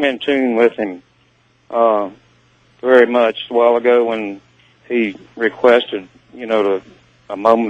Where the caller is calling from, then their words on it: Wilmington, North Carolina, United States; I'm listening on WAAV 980 AM in Wilmington, North Carolina.